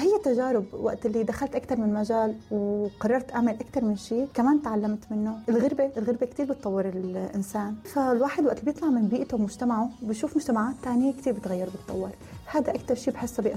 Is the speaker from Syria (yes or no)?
yes; Syria; now in United Arab Emirates; ونحن كسوريين محبوبين بالإمارات. يعني أنا عن تجربتي، أنا سلال تجربتي شي 7 سنين تاكل، بس نحن كسوريين شعب محبب بالإمارات